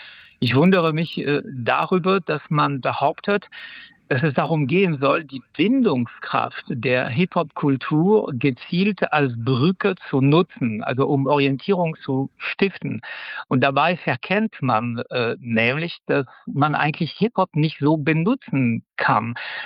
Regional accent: France; now in Germany; als Franzose

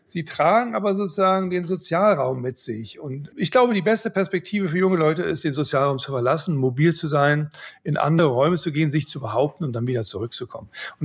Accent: Brandenburg, Germany; Ich bin in der Nähe von Berlin aufgewachsen.

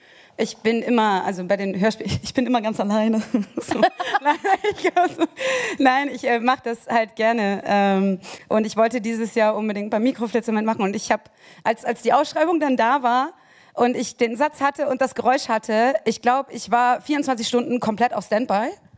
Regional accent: Cuxhaven, Lower Saxony, Germany; die ist so schön norddeutsch, ich komme aus Cuxhaven

